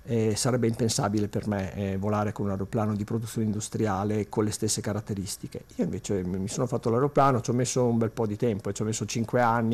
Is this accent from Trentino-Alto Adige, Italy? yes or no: yes; Trento, Trentino-Alto Adige, Italy; Io ricordo da bambino, abitando a Mattarello, ero vicino all'aeroporto